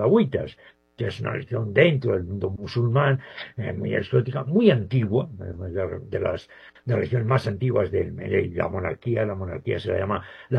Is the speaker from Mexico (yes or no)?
no; Spain; moved away as an adult; now in Colombia; Estoy radicado en Colombia, soy periodista de origen español, llevo unos años aquí en Colombia, voy y vengo, ¿no? A España